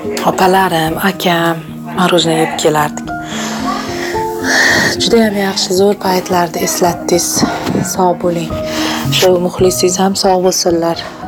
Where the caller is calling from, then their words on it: Margilan, Fergana Region, Uzbekistan; Marg'ilonlikmiz asli.